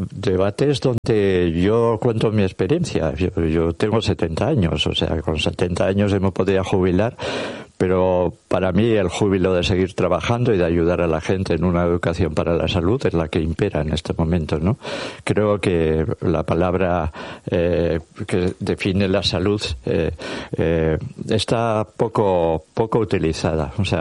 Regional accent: Durango, Mexico; Bueno, es lo que hacía mi mamá. Yo soy de Durango y mi mamá hacía eso.

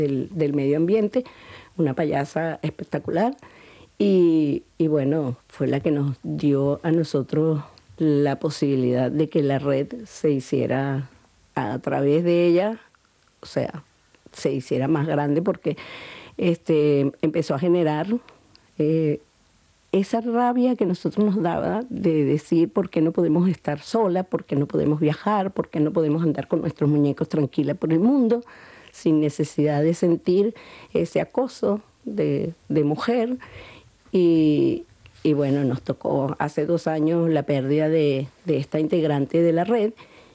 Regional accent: Caracas, Capital District, Venezuela

